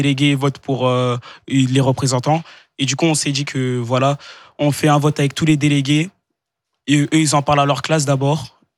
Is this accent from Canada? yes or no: no; France; Et excusez-moi, mais je pense que je suis un Français classique.